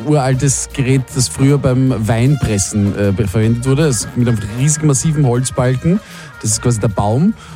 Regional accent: Pressbaum, Lower Austria, Austria; moved away; Also ich bin ja in Pressbaum aufgewachsen.

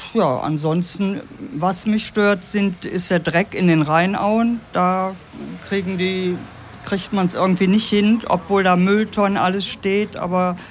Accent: Cologne, North Rhine-Westphalia, Germany; now in Duisburg, Germany; Ja, seit über 50 Jahren. Ich komme gebürtig zwar aus Köln

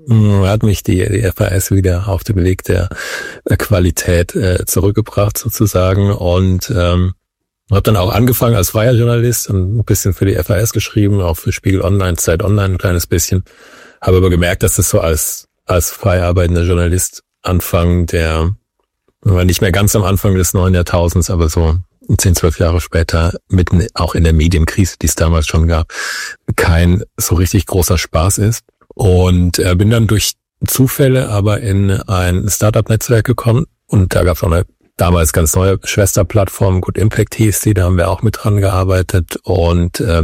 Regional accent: Wiesloch, Baden-Württemberg, Germany; moved away as an adult; also born or lived in Berlin / Ukraine; Ich bin in der Nähe von Heidelberg aufgewachsen, in der kleinen Stadt, die Wiesloch heißt.

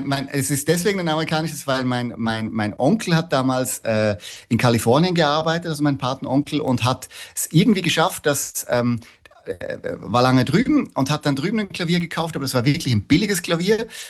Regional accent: Switzerland; also born or lived in Vienna, Austria; now in Berlin, Germany; Ich bin von der Schweiz eigentlich ausgewandert nach Wien zuerst. Mhm. 12 Jahre Wien und dann von Wien nach Berlin.

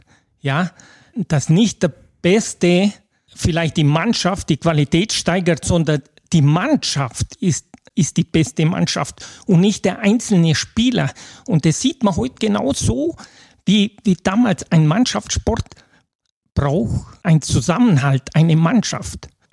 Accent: Mașloc, Timiș County, Romania; moved away as an adult; also born or lived in Bruckenau, Romania; now in Kirchdorf; Ich bin nochmal geboren in Rumänien, Blumenthal. Habe dort 20 Jahre gelebt. Und dann bin ich zu meiner Frau gezogen nach Bruckenau. Habe dort 10 Jahre gelebt.

